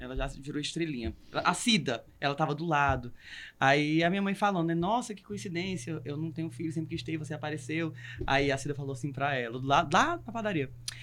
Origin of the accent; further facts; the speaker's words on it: São Paulo, Brazil; Não estaria em São Paulo, porque eu sou paulista, né? Nem teria vindo pra cá.